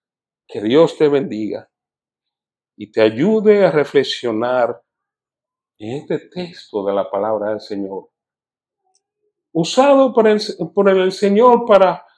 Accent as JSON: {"language": "Spanish", "country": "Dominican Republic", "said": "En mi país, en la República Dominicana, usted entrevista a cualquier persona en la calle y dicen muchísimas cosas, se te citan textos bíblicos."}